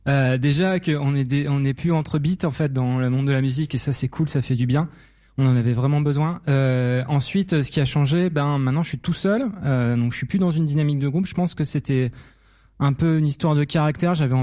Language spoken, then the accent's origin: French; Hauts-de-France, France; moved away as an adult; now in Paris region, France; j'ai dû déménager en région parisienne récemment. Donc, je ne suis pas très fier, mais je reste fidèle à mes racines du Nord.